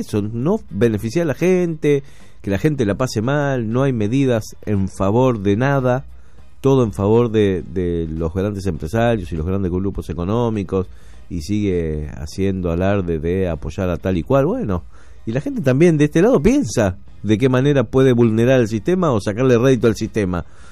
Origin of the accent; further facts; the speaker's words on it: Argentina; Somos argentinos, ¿no?